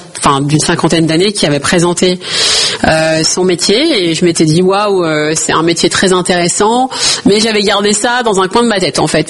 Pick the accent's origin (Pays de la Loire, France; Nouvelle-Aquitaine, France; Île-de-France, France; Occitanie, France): Île-de-France, France; Rosny-sous-Bois; je suis née à Rosny-sous-Bois. C'est une commune aujourd'hui qui comprend 45 000 habitants.